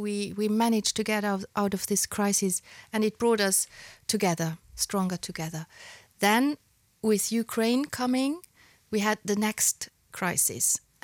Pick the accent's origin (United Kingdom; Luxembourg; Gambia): Luxembourg; Echternach, Grevenmacher; Eschternach, to the east, my hometown